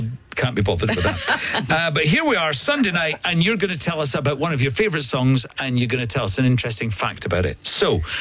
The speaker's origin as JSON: {"language": "English", "region": "Scotland", "country": "United Kingdom", "said": "speaking as a Scottish person"}